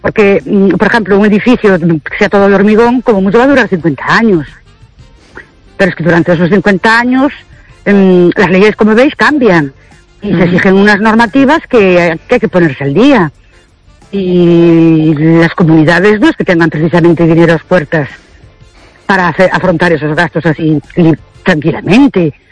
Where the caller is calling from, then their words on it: Ourense, Galicia, Spain; Buenas noches … de Ourense otra vez.